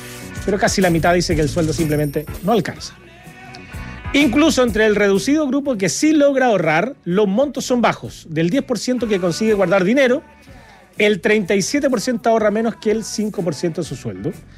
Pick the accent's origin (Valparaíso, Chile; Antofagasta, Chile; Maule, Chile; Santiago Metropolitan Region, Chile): Maule, Chile; Retiro; Oriundo, lo que somos, oriundo de Retiro.